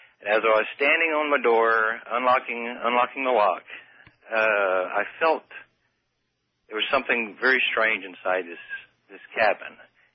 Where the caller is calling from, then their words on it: Baton Rouge, Louisiana, United States; I'm from Baton Rouge, Louisiana.